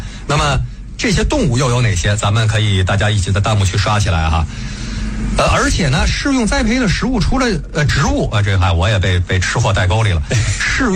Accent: China; 我们中国人

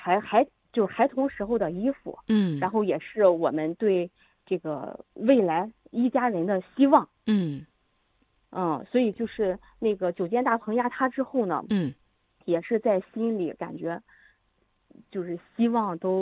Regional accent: Shandong, China; 我就去了就是我们济南的省城的一个餐饮企业打工

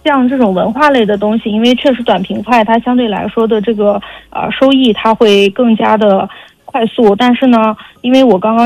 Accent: Xinjiang, China; 因为我自己是一个土生土长的新疆人嘛

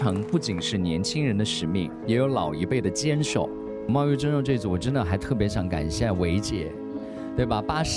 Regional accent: Hunan, China; 真是我们湖南人的这种风味。

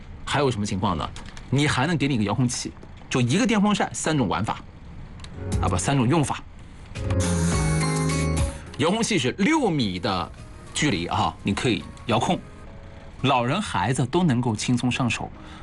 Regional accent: Hefei, Anhui, China; accent: Hefei dialect; 我们合肥话

